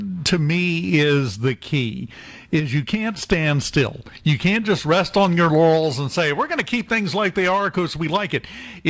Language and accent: English; McComb, Mississippi, United States; I was born and raised in Macomb. So an easy hour's drive at most to get over to Natchez.